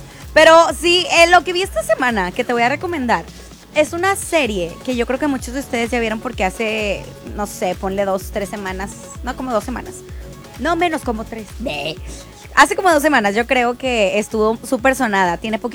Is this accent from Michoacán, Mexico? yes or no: no; Monterrey, Nuevo León, Mexico; Amo ser regio, regia. Y que nosotros aquí en Monterrey hablemos bien raro, pero bien chido